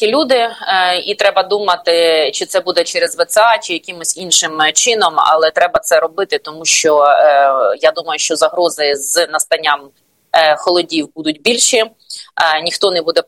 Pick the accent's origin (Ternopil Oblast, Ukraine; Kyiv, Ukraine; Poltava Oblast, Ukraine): Kyiv, Ukraine; я киянка, яка теж платить податки тут